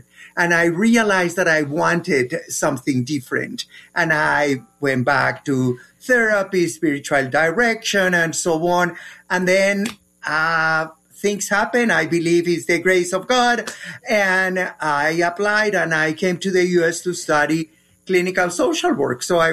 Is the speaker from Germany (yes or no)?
no; Colombia; moved away as an adult; now in United States; Well, I'm from Colombia